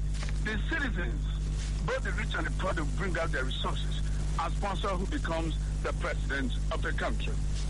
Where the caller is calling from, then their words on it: Benin City, Edo, Nigeria; speaking from Benin City